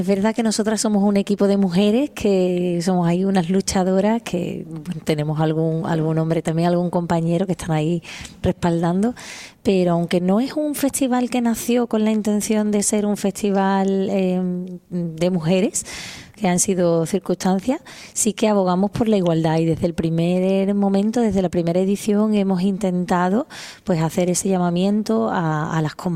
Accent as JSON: {"language": "Spanish", "region": "Andalusia", "country": "Spain", "accent": "Andalusian"}